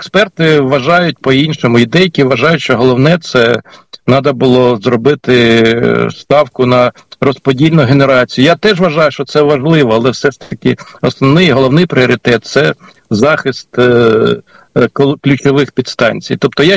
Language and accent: Ukrainian; Kyiv, Ukraine; ми, кияни